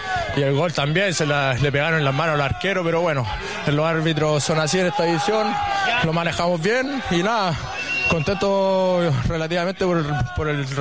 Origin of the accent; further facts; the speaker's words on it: Los Ángeles, Biobío, Chile; Yo soy de Los Ángeles.